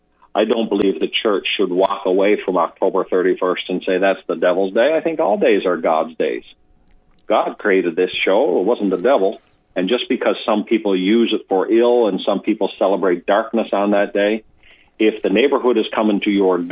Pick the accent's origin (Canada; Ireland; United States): Canada; you're an American and I'm a Canadian.